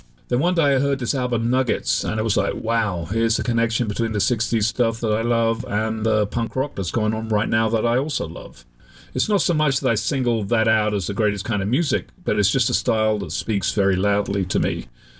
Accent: England, United Kingdom; moved away as an adult; now in United States; I was born in England, I grew up there, and I moved to the United States in my mid-20s.

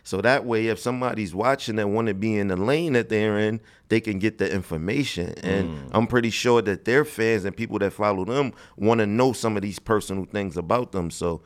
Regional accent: Bronx, New York, United States; also born or lived in Rochester; Because I'm from the city, I'm from the Bronx, yeah, New York. Yeah. So, and like, I spent 20 years of my life in the Bronx and 20 years of my life in Rochester.

